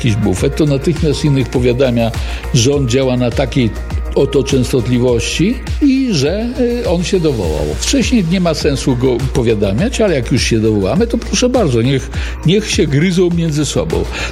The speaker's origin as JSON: {"language": "Polish", "town": "Biała Podlaska", "region": "Lublin Voivodeship", "country": "Poland", "said": "znalazł, że my z Białej Podlaski, ze mną się skontaktował"}